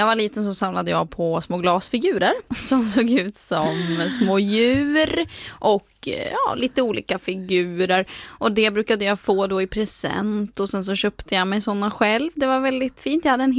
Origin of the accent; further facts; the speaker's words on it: Köping, Västmanland County, Sweden; en smyckesbutik i Köping där jag växte upp.